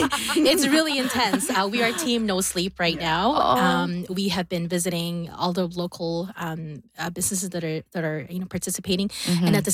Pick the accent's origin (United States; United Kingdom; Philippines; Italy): Philippines; Bicol Region; moved away; Being born in the Philippines, in where I'm from, it's called the Bicol region.